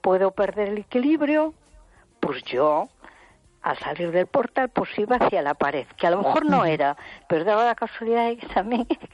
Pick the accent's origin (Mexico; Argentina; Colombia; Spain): Spain; A Coruña, Galicia